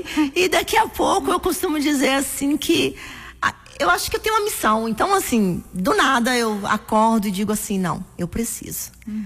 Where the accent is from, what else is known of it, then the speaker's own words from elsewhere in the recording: Guajeru, Bahia, Brazil; como eu sou de Guajeru, né, trabalho com Deuba